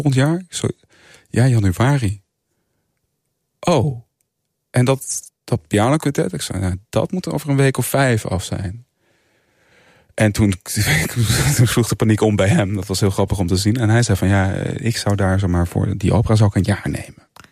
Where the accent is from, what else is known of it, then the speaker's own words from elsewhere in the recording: Culemborg, Gelderland, Netherlands; Dat ligt vlakbij de stad waar ik vandaan kom.